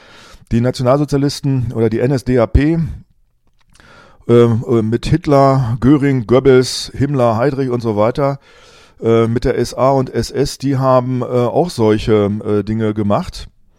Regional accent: Rinteln, Lower Saxony, Germany; meiner damaligen Heimatgemeinde quasi meine Geburts- und Kinderstube, Geburtsgemeinde und Kinderstube, wo ich aufgewachsen bin. Das war meine Familie, die Jesusgemeinde in den Rinteln

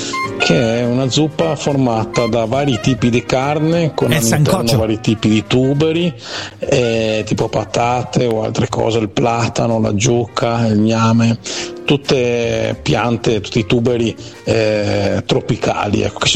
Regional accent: Venice, Veneto, Italy; Diciamo che da buon veneziano, prediligo i risotti.

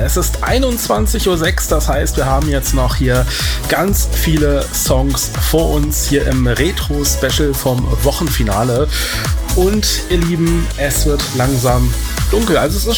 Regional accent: Elze, Lower Saxony, Germany; Und in der Meldung in meiner Heimatstadt ist aufgehoben worden, zwischen Elze, wo die Fußgänger auf der Bundesstraße 3 unterwegs gewesen sind

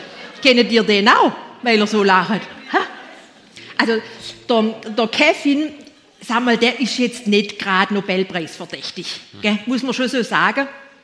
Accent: Baden-Württemberg, Germany; Jetzt, bei uns im Schwabenland, da drauf tät ich schon gar wieder, da sind alle Mädchen schön.

